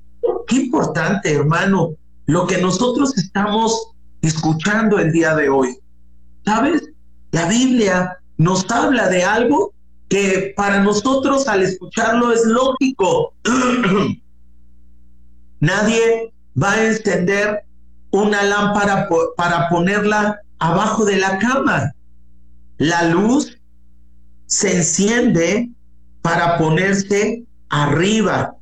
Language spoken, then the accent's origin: Spanish; Mexico; en mi tierra mexicana